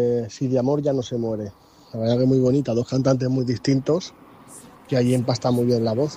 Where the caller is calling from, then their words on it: Sabadell, Catalonia, Spain; de Sabadell.